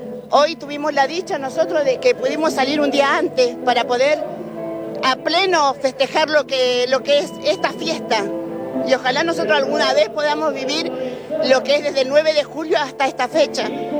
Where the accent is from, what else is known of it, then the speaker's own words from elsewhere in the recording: Corrientes, Argentina; Así somos los correntinos, así somos los hijos de ella.